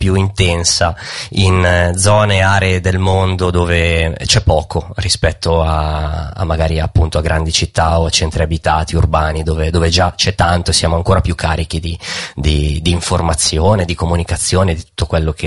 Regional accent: Legnano, Lombardy, Italy; Io sono cresciuto in provincia di Milano, io sono di Legnano, e essendo cresciuto lì

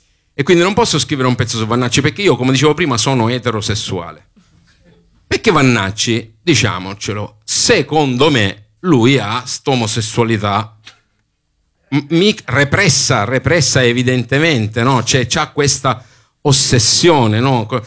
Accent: Sicily, Italy

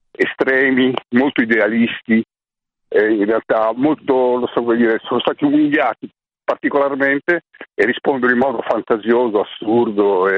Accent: Milan, Lombardy, Italy; io sono di Milano

